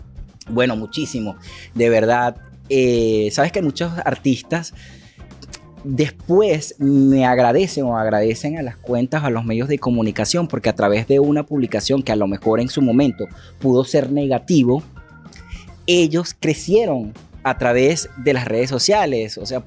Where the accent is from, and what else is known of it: Venezuela